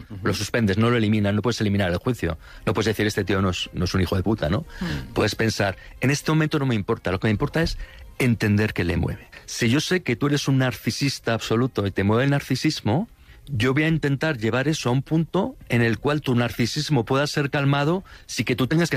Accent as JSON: {"language": "Spanish", "country": "Spain", "said": "¿cómo es posible que en mi país hayamos acabado una guerra civil en el siglo pasado, en el 36, o si quieres llevarlo al final de la dictadura, ¿no? En el 75"}